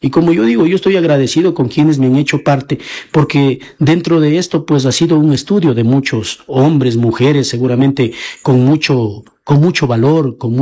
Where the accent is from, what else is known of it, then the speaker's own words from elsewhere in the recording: Chimbo, Bolívar, Ecuador; moved away as an adult; Como chimbeño, ¿qué le estoy entregando a mi tierra? Mire, muchos jóvenes, y dentro de ellos estoy yo, porque he tenido que salir a otra tierra, he tenido que emigrar a buscar oportunidades